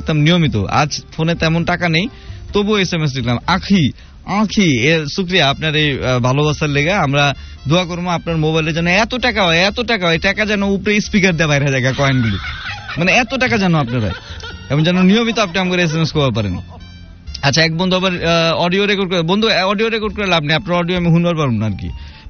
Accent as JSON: {"language": "Bangla", "town": "Dhaka", "region": "Dhaka Division", "country": "Bangladesh", "said": "আমি ঢাকাইয়া কয়ে কোনো সরম নাই"}